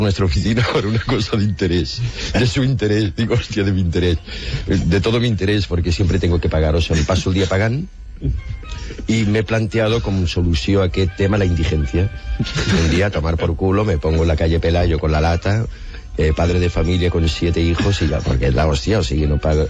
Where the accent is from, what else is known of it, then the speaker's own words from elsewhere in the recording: Galicia, Spain; Catalan is a second language; now in Catalonia, Spain; Soc gallec, però no tinc en absolut nada que ver con esta gente, no? Vull dir que jo soc més bé de la Galícia, de Rosalía, de Vallinclán i de Camilo José Cela.